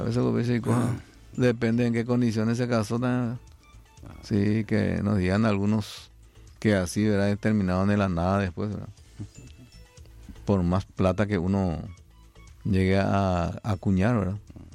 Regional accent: Paraguay; porque somos paraguayos

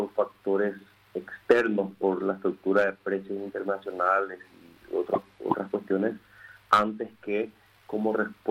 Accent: Paraguay

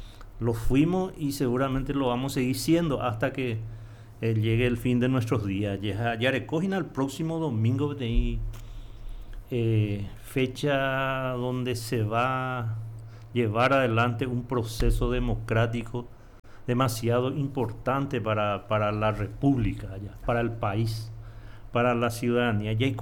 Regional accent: Paraguay

